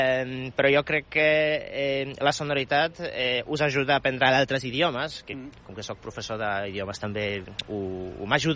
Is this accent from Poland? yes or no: yes; Częstochowa, Silesian Voivodeship, Poland; Jo sóc de ciutat de Częstochowa